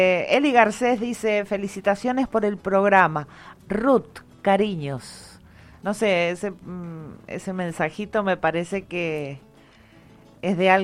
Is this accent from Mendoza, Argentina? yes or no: yes; Mendoza, Argentina; que somos de Cuyo, que somos mendocinos en este caso.